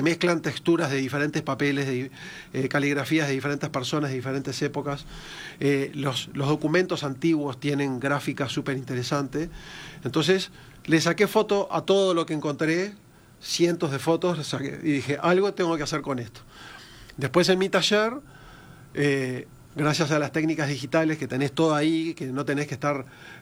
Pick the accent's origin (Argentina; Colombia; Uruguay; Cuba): Uruguay; nosotros como uruguayos tenemos eso de que nuestra identidad está muy relacionado con lo que es las olas migratorias y todos venimos de algunas familias que vienen de otros lados.